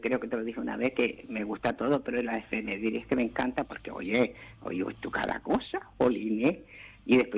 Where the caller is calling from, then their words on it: Canary Islands, Spain; Ahora somos canarios, antes éramos, ¿qué éramos?